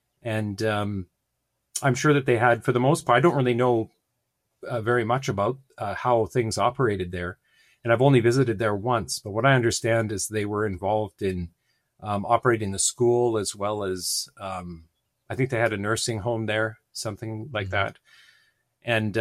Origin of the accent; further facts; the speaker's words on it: Alberta, Canada; moved away as an adult; also born or lived in Toronto, Ontario / Kitchener, Ontario; So, yeah, so I'm from Alberta, Canada